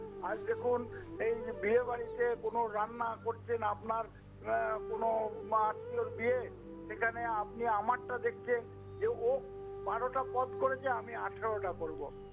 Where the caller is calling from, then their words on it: Purba Bardhaman district, West Bengal, India; আমি পশ্চিমবঙ্গের পূর্ব বর্ধমান জেলার বুলপুর থেকে